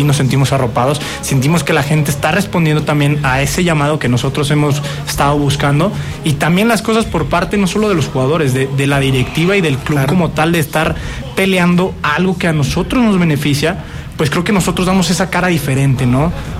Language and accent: Spanish; Zacatecas, Mexico; yo más que soy zacatecano